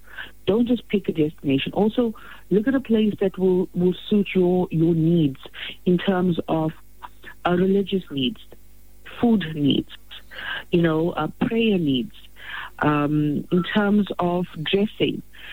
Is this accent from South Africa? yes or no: yes; South Africa; we're from South Africa.